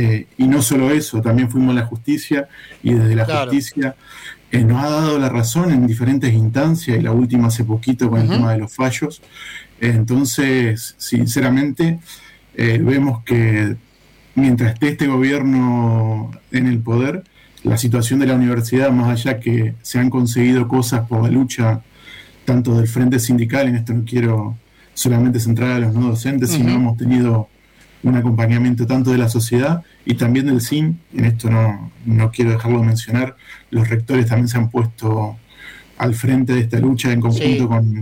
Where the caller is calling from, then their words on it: Paraná, Entre Ríos, Argentina; Acá arrancando la mañana en Paraná.